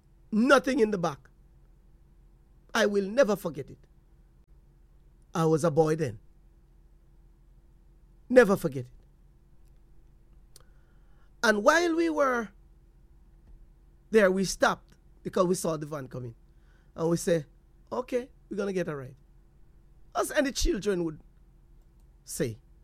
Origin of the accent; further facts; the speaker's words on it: Portland Cottage, Clarendon, Jamaica; I remember when I was growing up in Portland Cottage.